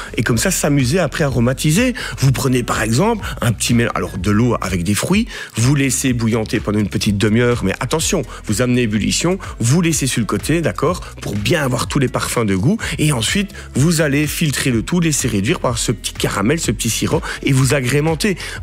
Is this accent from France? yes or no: no; Wallonia, Belgium; on est wallon, on est à Senef, on est chez nous.